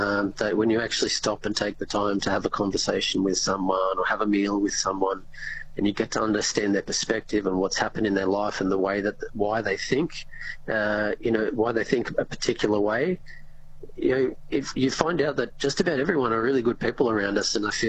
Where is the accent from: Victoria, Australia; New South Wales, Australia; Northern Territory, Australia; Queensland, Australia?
New South Wales, Australia; Bellingen; last year in my hometown in Bellingen